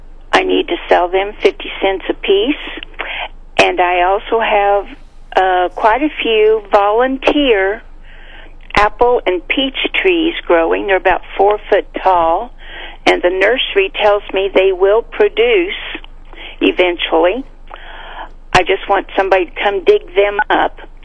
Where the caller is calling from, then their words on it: Chillicothe, Missouri, United States; I'm calling from Chillicothe.